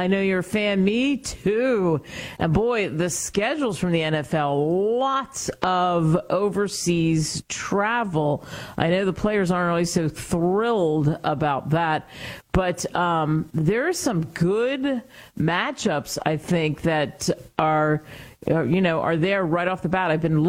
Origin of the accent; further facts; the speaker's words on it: Seattle, Washington, United States; I'm originally from Seattle, so I really focused on my Super Bowl champs.